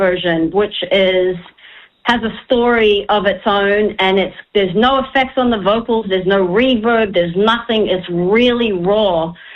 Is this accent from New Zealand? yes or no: yes; New Zealand; even though I compose mostly in English, really, truly, inside me, the things I'm carrying are from Te Ao Māori.